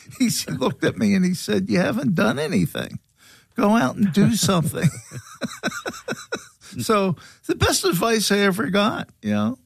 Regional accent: Philadelphia, Pennsylvania, United States; born there; I guess it's one of the reasons I was born in Philadelphia, so I could absorb all this history.

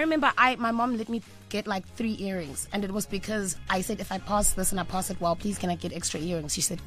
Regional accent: Nelspruit, Mpumalanga, South Africa; I'm from Mpumalanga, Nelspruit.

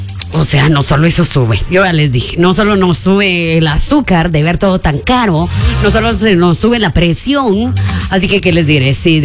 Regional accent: Guatemala; estamos indignados como guatemaltecos.

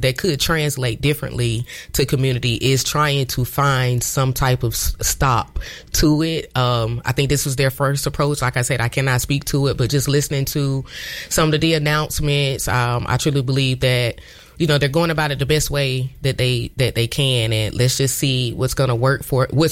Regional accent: Augusta, Georgia, United States; now in Grovetown, United States; I grew up in South Augusta. So it's offensive because they're using it in an offensive term. But I also live in Grovetown now.

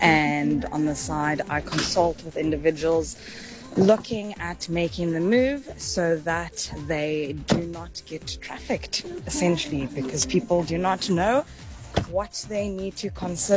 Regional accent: Cape Town, Western Cape, South Africa; I'm from Cape Town.

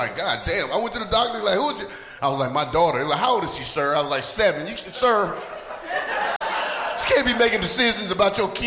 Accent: North Carolina, United States; I'm from the South, right? I'm from North Carolina, went to school in Atlanta.

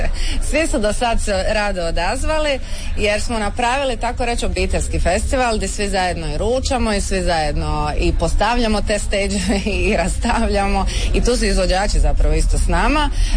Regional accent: Jelsa, Split-Dalmatia County, Croatia; Ja sam sa Hvara iz Jelse

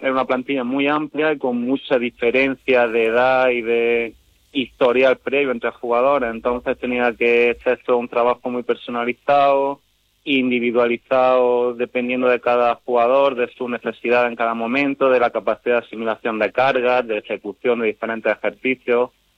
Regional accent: El Ejido, Andalusia, Spain; Ver el equipo de mi ciudad, el equipo de mi tierra, donde también he tenido la suerte de trabajar

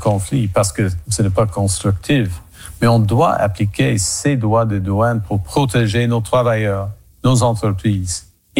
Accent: Canada; mais bien chez nous, au Canada.

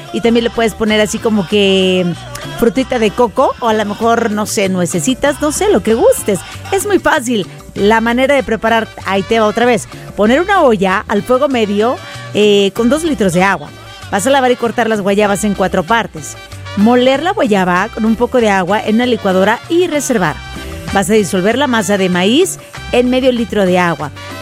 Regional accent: Mazatlán, Sinaloa, Mexico; Y yo sí soy marinera porque soy de Mazatlán, Sinaloa. Soy de mar, sí señor. Soy costeña.

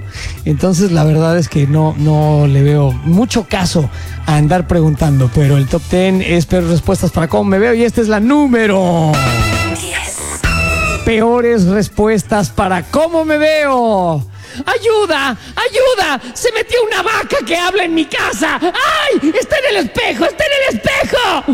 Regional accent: Mexico; ¿Somos felices los mexicanos en el sexo?

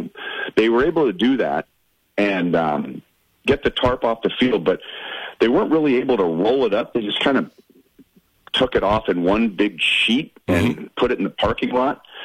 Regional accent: California, United States; I'm kind of getting acclimated to this playing in the cold thing after growing up in Southern California.

